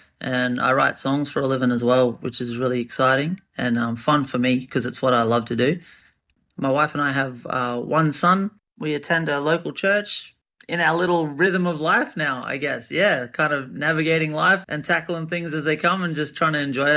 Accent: Rockhampton, Queensland, Australia; also born or lived in Bowen; now in Brisbane, Australia; I'm originally from a little town on the Whitsundays called Bowen. And born in Bowen, I was raised in Rockhampton. Finished, yeah, like all my secondary schooling back up north in North Queensland.

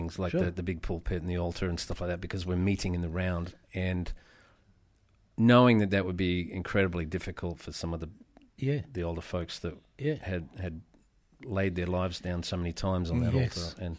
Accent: Cootamundra, New South Wales, Australia; moved away as an adult; also born or lived in United States; I grew up in Cootamundra

